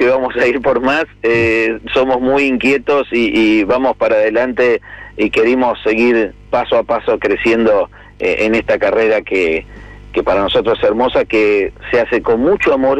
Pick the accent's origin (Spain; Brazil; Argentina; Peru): Argentina; Casilda, Santa Fe; No, somos de Casilda.